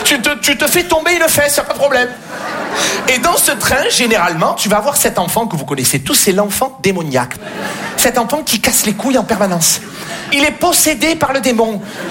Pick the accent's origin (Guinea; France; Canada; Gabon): France; Marseille, Provence-Alpes-Côte d'Azur; j'ai grandi à Marseille. Marseille, c'est une ville incroyable.